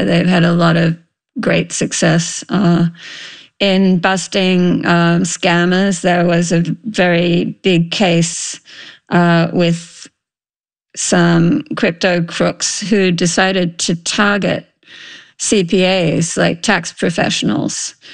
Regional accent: Sydney, New South Wales, Australia; moved away; For me, it was a kind of a golden age, really, because my hometown paper, the Sydney Morning Herald, recruited a class of cadet reporters every year.

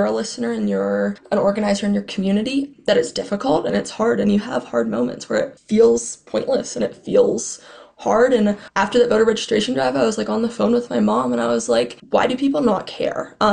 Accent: Colorado, United States; also born or lived in Vancouver, Canada; I was born in Vancouver, Canada. My parents and I moved to the U.S. when I was about 2 years old. So I'm actually a lawful permanent resident. I am not a U.S. citizen. It's really interesting for me, especially because I've grown up here. I've lived in Colorado my whole life.

